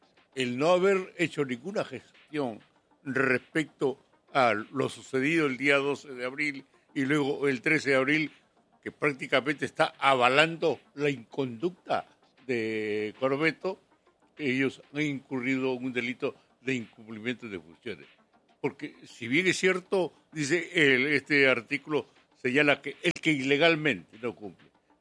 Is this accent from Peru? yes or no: yes; Chincha, Ica, Peru; Estoy averiguando porque … somos de Chincha.